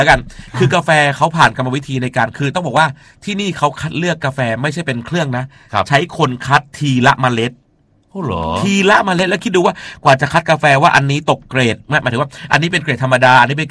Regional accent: Songkhla, Thailand; คนใต้ครับเป็นคนสงขลาครับ

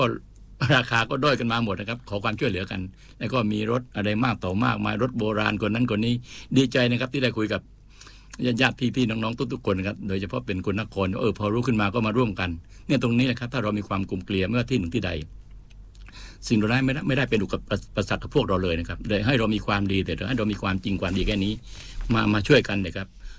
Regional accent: Southern Thailand, Thailand; เราเป็นคนใต้คนหนึ่งนะครับโดยเฉพาะคน14จังหวัดภาคใต้นะครับ

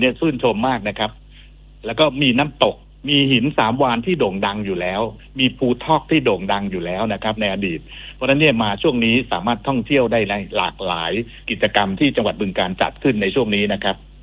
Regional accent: Chanthaburi, Thailand; ผมมาจากจันทบุรีนะครับชื่อเสียงของจันทบุรีเนี่ยผมเป็นคนเมืองจัน

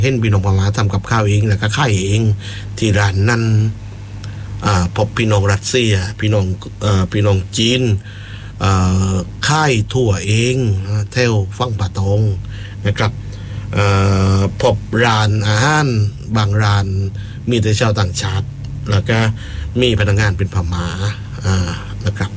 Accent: Phuket, Thailand

